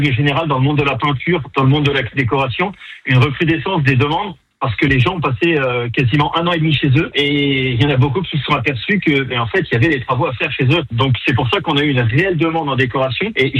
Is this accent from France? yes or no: yes; Montmorillon, Nouvelle-Aquitaine, France; Moi, mon showroom, il est basé à Montmorillon, parce que je suis originaire de Montmorillon, mais je travaille toutes les semaines sur Poitiers